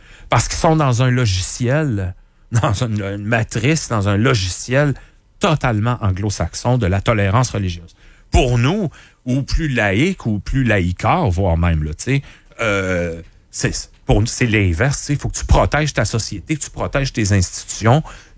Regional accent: Canada; On est des Canadiens français catholiques.

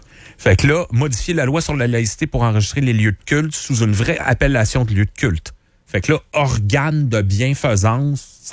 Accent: Canada; On est des Canadiens français catholiques.

